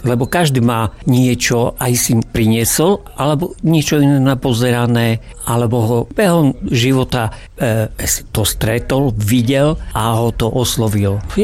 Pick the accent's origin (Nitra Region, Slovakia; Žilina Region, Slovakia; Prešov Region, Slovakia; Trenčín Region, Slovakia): Prešov Region, Slovakia; Ľubotice; som z Ľubotíc pri Prešove, som dôchodca.